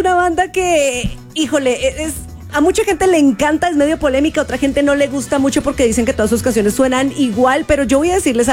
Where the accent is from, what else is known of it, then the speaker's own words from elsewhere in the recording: Colombia; somos colombianos